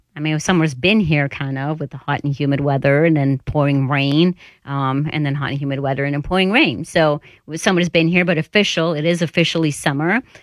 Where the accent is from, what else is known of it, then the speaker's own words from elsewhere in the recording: State College, Pennsylvania, United States; I grew up in State College